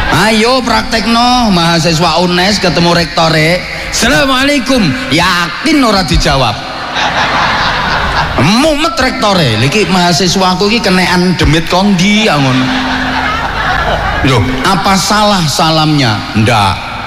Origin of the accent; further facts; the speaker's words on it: Bojonegoro, East Java, Indonesia; Kalau di tempat saya Bojonegoro sana, orang ceramah itu disuguhi jahe kopi panas.